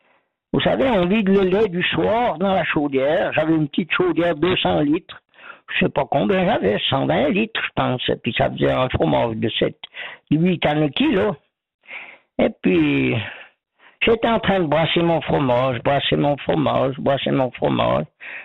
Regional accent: Vaud, Switzerland; accent: Ormonds

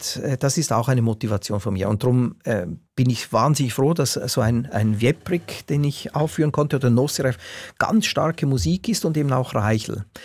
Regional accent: Switzerland; moved away; Also es gibt natürlich einen starken Impuls bei mir, als Schweizer, weil ich als Auslandschweizer über Jahrzehnte gesehen habe, wie auch die Schweiz ihre Künstlerinnen und Künstler nicht immer optimal behandelt.

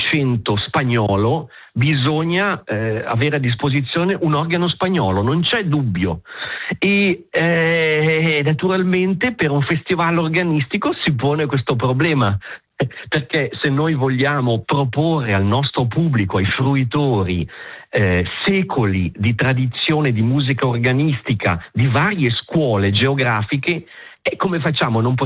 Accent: Ticino, Switzerland

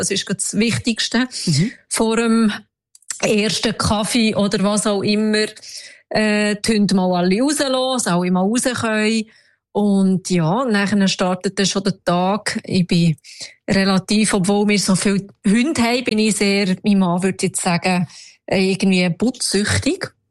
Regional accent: Romandy, Switzerland; first language French; German is a second language; Und ich bin ja gebürtige Welsche, also Französisch meine Muttersprache.

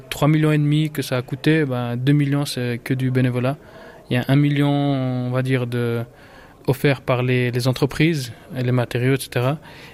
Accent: Switzerland; born there; non, je suis né ici en Suisse. Je peux même dire le numéro de la chambre de l'hôpital, 365, je me rappellerai. Et j'ai fait les études ici à Fribourg

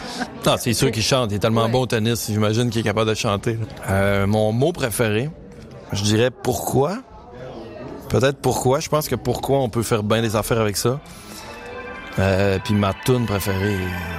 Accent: Saint-Prime, Quebec, Canada; Moi, je suis retourné vivre à Saint-Prime, qui est un village de peut-être 3-4 000 habitants, mettons.

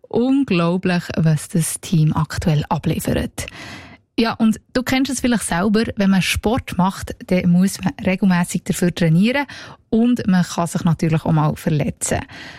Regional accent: Switzerland; Ja, wir sind mit drin in der Eishockey WM 2026, die dieses Jahr bei uns in der Schweiz stattfindet.

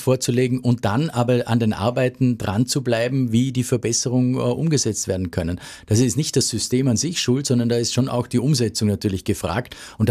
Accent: Vorarlberg, Austria; ich bin an der Schengen-Außengrenze eigentlich aufgewachsen, an der Grenze zur Schweiz, und habe mitbekommen, wie mühsam das sowohl für die Schweizer im Raum St. Gallen war, aber auch für uns Österreicher in die Schweiz zu gelangen

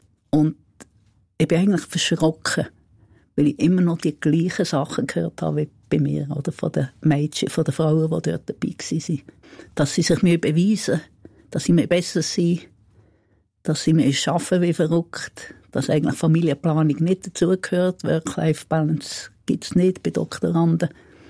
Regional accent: Solothurn, Switzerland; Ich bin zwar nicht Berner, ich bin Solothurner

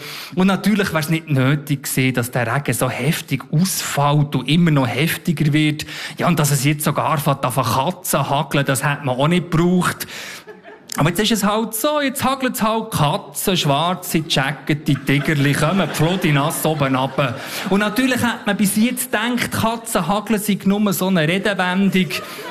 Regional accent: Bern, Switzerland; now in Zurich, Switzerland; Ich komme ursprünglich aus dem Emmental, wohne jetzt aber schon seit längerem in Zürich.

